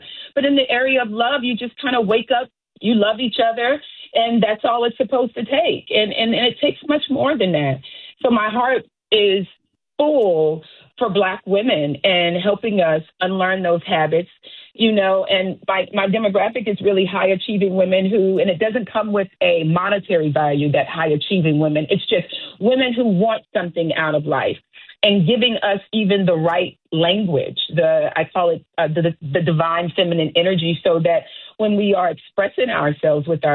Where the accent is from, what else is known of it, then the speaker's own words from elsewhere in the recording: Memphis, Tennessee, United States; I'm from Memphis, Tennessee, Orange Mound. So I am from the inner city